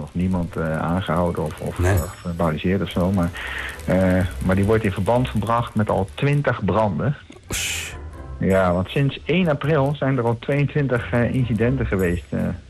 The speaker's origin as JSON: {"language": "Dutch", "town": "The Hague", "region": "South Holland", "country": "Netherlands", "moved": "yes", "said": "Ik kom oorspronkelijk uit Den Haag en ik wil al jaren terug, maar ik durf gewoon niet."}